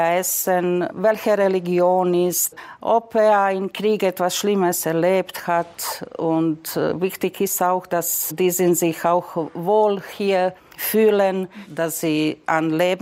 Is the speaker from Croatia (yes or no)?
yes; Croatia; German is a second language; now in Germany; ich als eine Kroatin